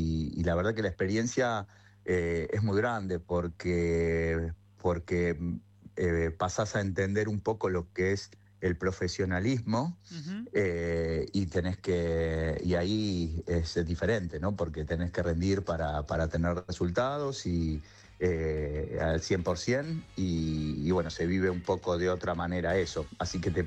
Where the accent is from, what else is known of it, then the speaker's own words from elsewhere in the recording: Florida, Buenos Aires Province, Argentina; soy de Florida